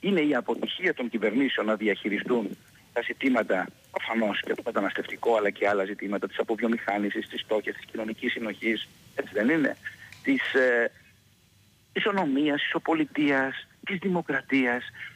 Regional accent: Kefalonia, Ionian Islands, Greece; moved away; την ιδιαίτερη πατρίδα μου, την Κεφαλονιά

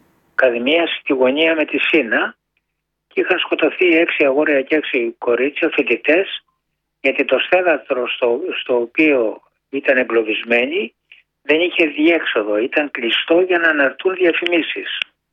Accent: Gortynia, Peloponnese, Greece; που είναι από την πατρίδα μου κάτω από τη Γουρτινία.

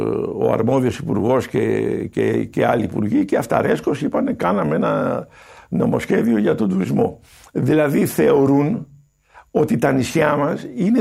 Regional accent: Iraklia, South Aegean, Greece; Δηλαδή στο νησί μου, στην Ηρακλιά, φαντάζομαι να το ξέρετε

